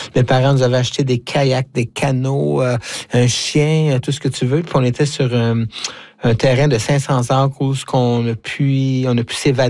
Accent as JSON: {"language": "French", "town": "D'Alembert", "region": "Quebec", "country": "Canada", "tie": "born or raised there", "also_born_or_lived": "Rouyn-Noranda", "said": "Oh là là, moi je suis né à Rouyn-Noranda. Dans le nord du Québec, sur le territoire de la baie James, si tu veux, et plus précisément élevé dans un petit village minier de D'Alembert"}